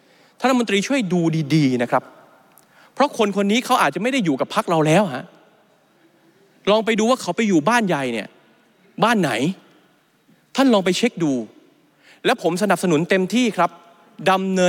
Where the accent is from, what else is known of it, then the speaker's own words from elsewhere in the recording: Bangkok, Thailand; also born or lived in Phuket / Pathum Thani; ผมเองก็เป็นคนที่เกิดที่ภูเก็ตอาจจะมาเติบโตที่กรุงเทพมาเติบโตที่สมุทรที่ปทุมธานี